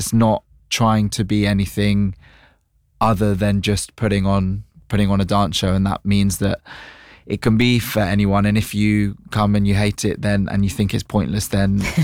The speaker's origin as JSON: {"language": "English", "region": "London", "country": "United Kingdom", "tie": "born or raised there", "said": "one of the joys of growing up in London is access to opportunity"}